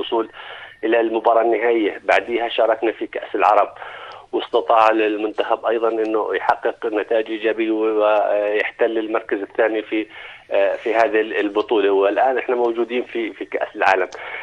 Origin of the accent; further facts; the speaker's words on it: Jordan; قديش كأردنيين شعرنا بالفخر إنه العالم الأردني موجود في هذه التظاهر